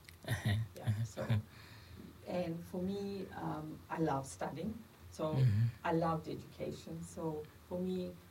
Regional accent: Durban, KwaZulu-Natal, South Africa; So, I grew up in Durban, South Africa, during the apartheid era. I was born into apartheid

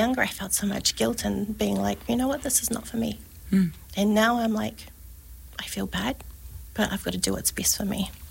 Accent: Burnham, Canterbury, New Zealand; I'm an army brat, born and raised in Burnham Army Camp. Didn't grow up Māori.

